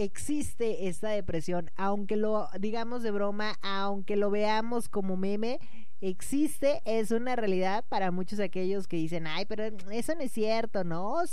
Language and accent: Spanish; Mexico